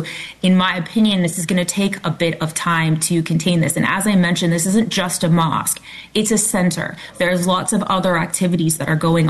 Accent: California, United States; Yeah, so 4 acres, and again, I'm from California.

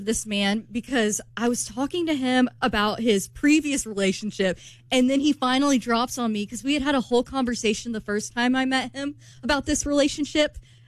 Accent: United States; I'm clearly the American person here.

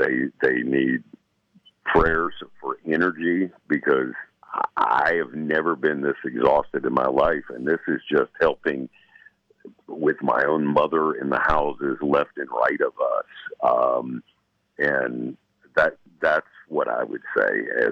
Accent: West Virginia, United States; this being my hometown

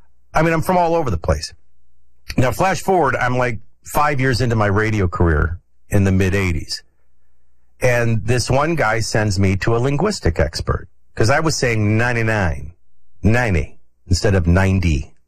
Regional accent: Flint, Michigan, United States; born there; My dad was in radio, and in his journey in radio, I came along while he was living in Flint, Michigan.

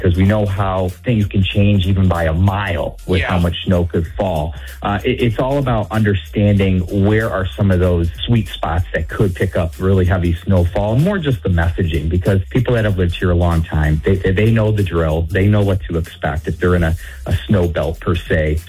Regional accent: Howell, Michigan, United States; born there; moved away as an adult; now in West Michigan, United States

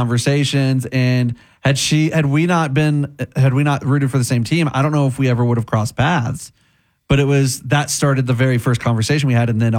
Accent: Oklahoma, United States; I'm an Oklahoma fan because I'm born and raised in Oklahoma.

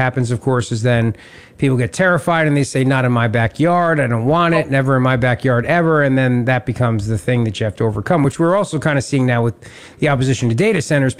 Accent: Pennsylvania, United States; Put a pause in places like Pennsylvania, where six are going up near where I grew up.

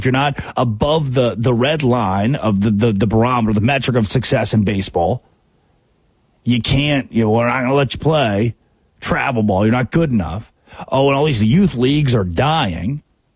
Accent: Arkansas, United States; as an Arkansas Razorbacks fan growing up in Arkansas

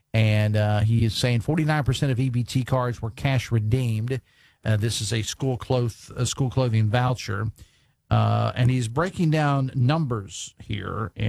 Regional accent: Logan, West Virginia, United States; my hometown

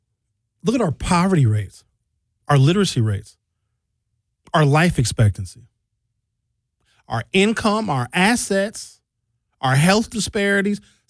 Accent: Brown Deer, Wisconsin, United States; You know how much heat that I take because I grew up in Brown Deer? Like, oh … you don't know. You grew up in Brown Deer. I know because I grew up in Brown Deer.

